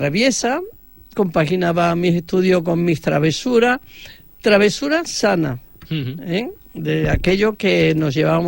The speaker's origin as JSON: {"language": "Spanish", "town": "Seville", "region": "Andalusia", "country": "Spain", "tie": "born or raised there", "moved": "as an adult", "lives_now": "Catalonia, Spain", "said": "mi niñez se desarrolló en Triana al 100%, mis primeros estudios en la calle, en el Colegio de San Jacinto de Triana. La verdad, hasta me casé, ya viviendo en Cataluña"}